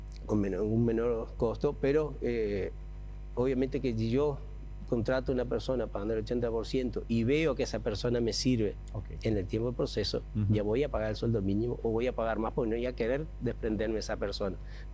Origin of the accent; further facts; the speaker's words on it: Uruguay; moved away; Bueno, contanos, yo soy una persona, soy extranjero, o sea, vine de Uruguay hace 38 años.